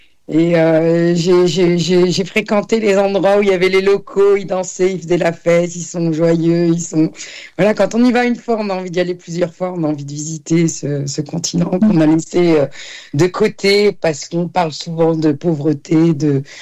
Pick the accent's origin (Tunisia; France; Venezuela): Tunisia; Djerba, Medenine; Nous, on est de Djerba, on est dans une petite île.